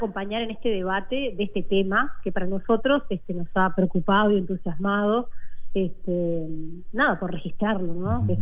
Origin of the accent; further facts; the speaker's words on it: Uruguay; parte de nuestra historia como uruguayos, ¿no? De nuestra cultura